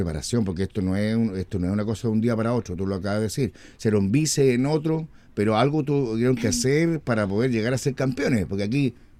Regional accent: Chile; ¿Y qué nos identifica como chilenos?

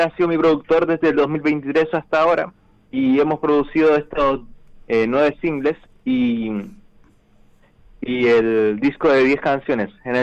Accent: Santiago, Santiago Metropolitan Region, Chile; Santiago.

